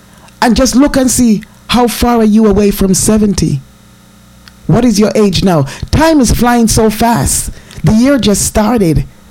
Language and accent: English; Jamaica; I remember growing up in Jamaica, Christmas take forever if it come.